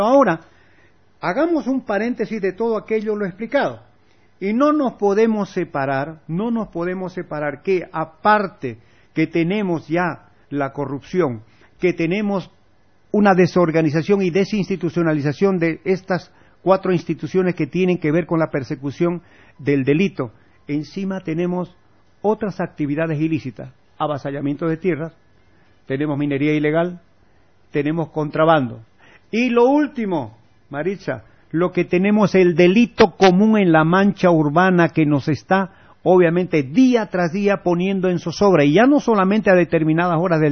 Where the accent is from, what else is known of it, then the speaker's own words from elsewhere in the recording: Bolivia; nosotros también, bolivianos